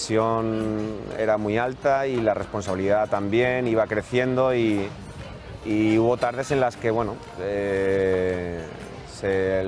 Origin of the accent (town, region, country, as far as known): Alicante, Valencian Community, Spain; born or raised there